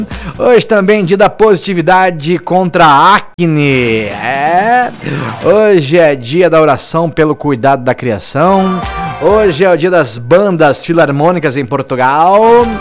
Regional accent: Brazil; a gente é brasileiro e não desiste nunca

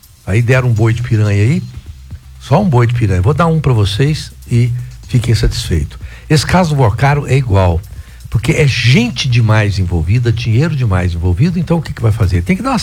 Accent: Brazil; nós somos uma nação de sobreviventes, somos brasileiros

